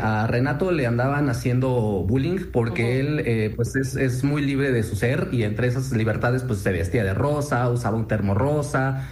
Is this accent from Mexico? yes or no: yes; Mexico